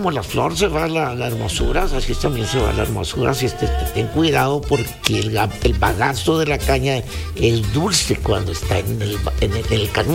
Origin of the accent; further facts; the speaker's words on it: Tamaulipas, Mexico; now in Monterrey, Mexico; Eso pasó en mi pueblo, no Progreso. Yo soy de Veracruz y Progreso, soy un ejido, pero está pegado a Nuevo Progreso, Tamaulipas.